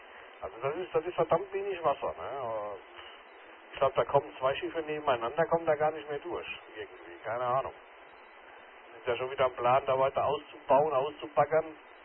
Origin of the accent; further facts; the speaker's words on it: Mannheim, Baden-Württemberg, Germany; Ich habe mit einem Kollegen gesprochen, in Mannheim-Seckenheim, wo ich groß geworden bin. Das ist ein bisschen dörflich damals noch gewesen, heute ist er Spree bebaut.